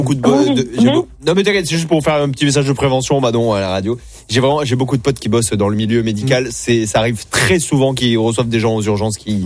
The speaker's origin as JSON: {"language": "French", "town": "Mont-de-Marsan", "region": "Nouvelle-Aquitaine", "country": "France", "said": "moi je viens d'une petite ville de Mont-de-Marsan"}